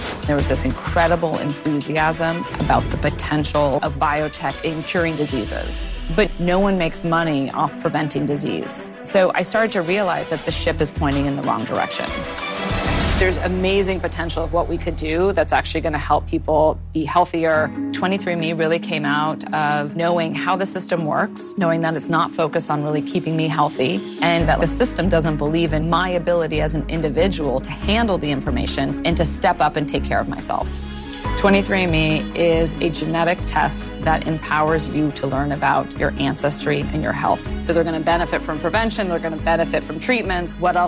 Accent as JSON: {"language": "English", "region": "California", "country": "United States", "tie": "born or raised there", "said": "I grew up in the Bay Area."}